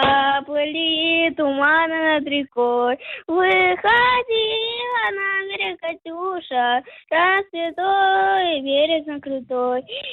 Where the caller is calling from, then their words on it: Yekaterinburg, Sverdlovsk Oblast, Russia; Я из Екатеринбурга